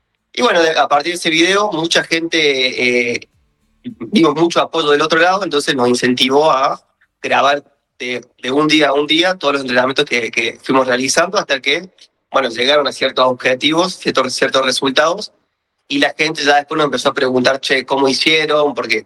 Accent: Alta Gracia, Córdoba, Argentina

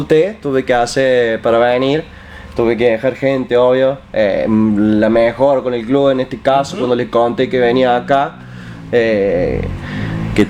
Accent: Cruz del Eje, Córdoba, Argentina; accent: cordobés; now in Alta Gracia, Argentina; vine en el 2015, porque si no sabías, soy de Cruz del Eje.

